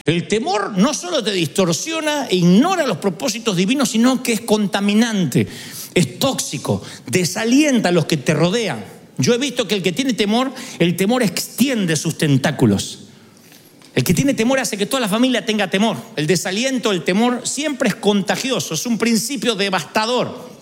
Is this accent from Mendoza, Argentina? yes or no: no; Billinghurst, Buenos Aires, Argentina; moved away; vamos a Billinghurst, a mi barrio natal.